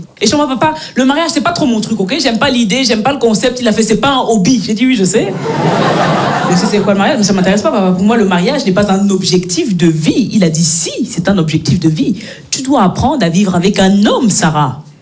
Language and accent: French; Belgium; born or raised there